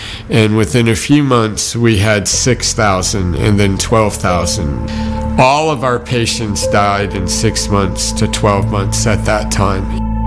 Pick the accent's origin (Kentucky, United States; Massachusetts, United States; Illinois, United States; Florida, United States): Massachusetts, United States; born there; I was born in Massachusetts and went to nursing school in Massachusetts